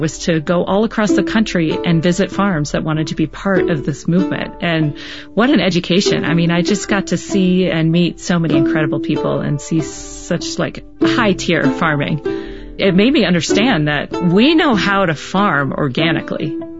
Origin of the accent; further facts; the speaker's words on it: East, United States; now in Durango, United States; he's from Minnesota and I'm from the East.